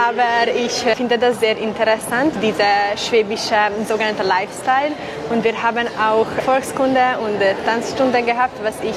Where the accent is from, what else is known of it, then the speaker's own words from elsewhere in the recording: Pécs, Baranya, Hungary; German is a second language; Ich komme aus Peach.